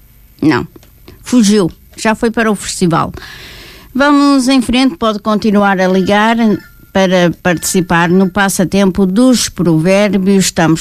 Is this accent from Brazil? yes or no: no; Norte, Portugal; Está na minha terra, então está muito bem.